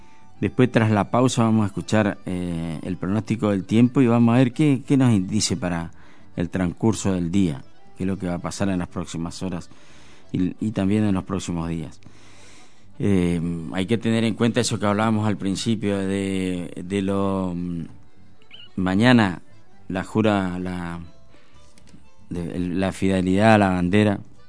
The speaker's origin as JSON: {"language": "Spanish", "town": "Curuzú Cuatiá", "region": "Corrientes", "country": "Argentina", "tie": "born or raised there", "said": "Yo tuve la suerte que nunca me fui de Curuzú. Me fui solamente por el tema de la guerra de Malvinas, que fueron no sé exactamente cuánto tiempo, un mes creo que fue. Y nada más, no me ausenté de Curuzú"}